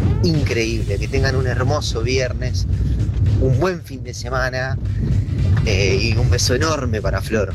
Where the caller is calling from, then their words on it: Buenos Aires, Argentina; de Villa del Parque.